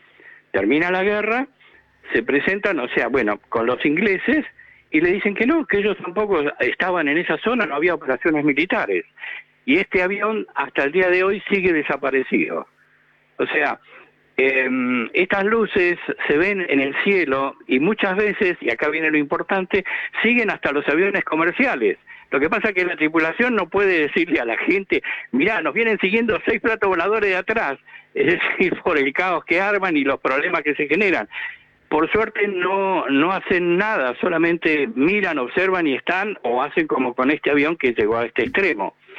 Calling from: Bahía Blanca, Buenos Aires Province, Argentina; de Bahía Blanca.

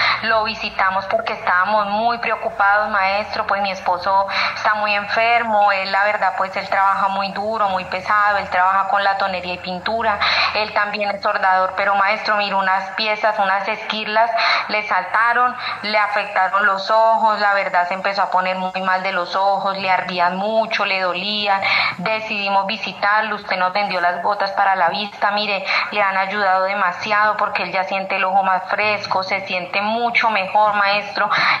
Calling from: Bogotá, Bogotá Capital District, Colombia; Yo lo llamo desde acá, desde Lijacá

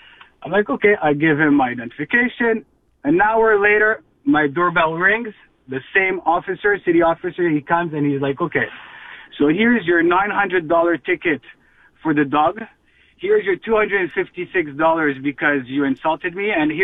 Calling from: Dollard-des-Ormeaux, Quebec, Canada; we are from the West Island in DDO, Dollar Desormo.

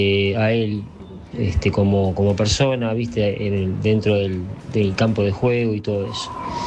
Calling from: Buenos Aires, Argentina; Acá yo vivo acá en Paternal, en una de las casas. Es una casa antigua

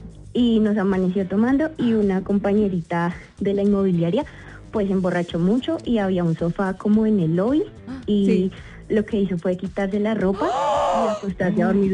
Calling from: Bogotá, Colombia; Desde Bogotá

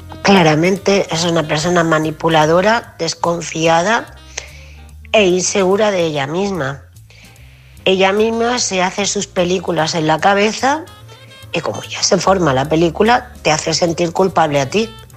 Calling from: Murcia, Region of Murcia, Spain; de Murcia.

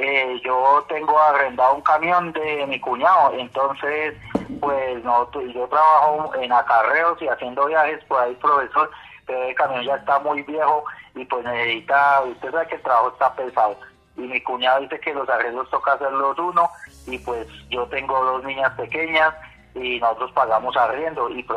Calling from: Sogamoso, Boyacá, Colombia; De aquí en Sogamoso, Boyacá.

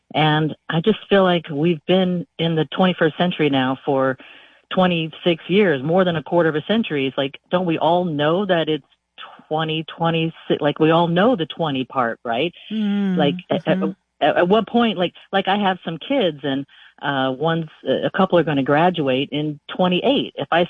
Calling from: Santa Cruz, California, United States; I'm calling from Santa Cruz, California.

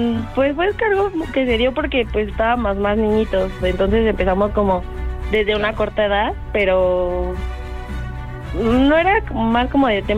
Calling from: Mexico City, Mexico; de la alcaldía Venustiano Carranza.

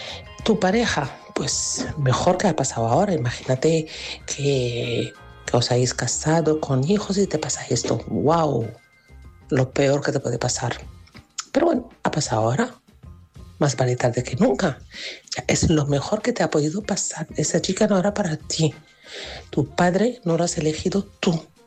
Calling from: Alicante, Valencian Community, Spain; de Alicante.

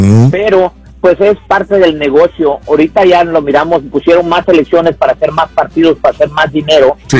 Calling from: Houston, Texas, United States; andamos manejando en la ciudad de Houston.

